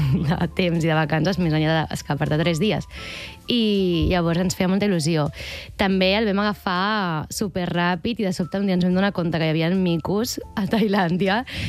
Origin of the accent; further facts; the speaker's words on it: La Roca del Vallès, Catalonia, Spain; Jo sóc de la Roca del Vallès